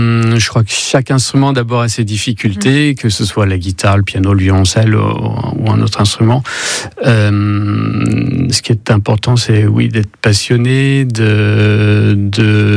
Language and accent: French; Châteauroux, Centre-Val de Loire, France; moved away as an adult; also born or lived in Paris / Brussels / Berlin; Je suis né à Châteauroux, voilà, je suis Castelroussin, j'ai fait mes études au conservatoire de Châteauroux.